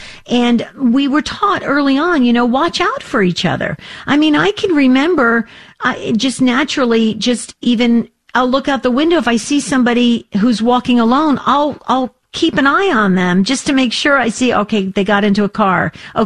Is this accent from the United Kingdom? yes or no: no; New Jersey, United States; I was raised in New Jersey